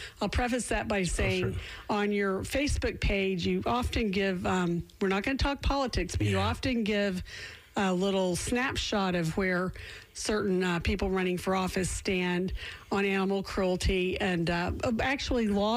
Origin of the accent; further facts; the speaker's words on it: the South, United States; Well, I'm from the South, so amen is how you the right terminology for that.